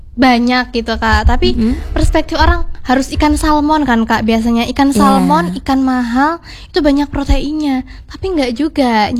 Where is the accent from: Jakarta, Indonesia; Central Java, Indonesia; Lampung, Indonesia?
Lampung, Indonesia; Kalau aku, karena aku dari Sumatera, dari Lampung, aku ikannya sukanya ikan patin.